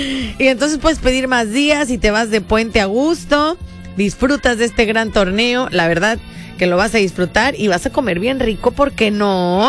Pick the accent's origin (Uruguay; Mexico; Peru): Mexico; Sí, yo también creo que eso, que somos como muy solidarios